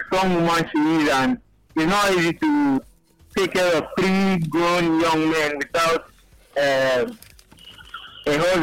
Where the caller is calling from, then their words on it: Enugu, Enugu State, Nigeria; I'm calling from Enugu.